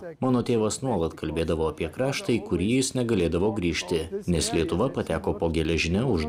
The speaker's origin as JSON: {"language": "Lithuanian", "country": "Germany", "tie": "born or raised there", "said": "vėliau persikėlė į vakarų Vokietiją. Ten aš gimiau ir užaugau, bet Rytų Prūsija visada mus lydėjo"}